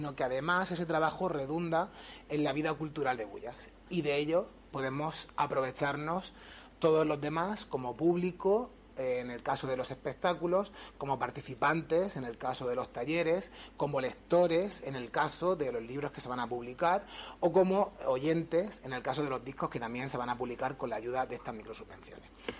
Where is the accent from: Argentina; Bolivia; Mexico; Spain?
Spain; Bullas, Region of Murcia; nos ha hecho sentirnos orgullosos de los que somos de aquí de Bullas, de nuestro pueblo, ¿no? De que sea un pueblo que haya apostado tanto por la cultura desde los inicios de la democracia.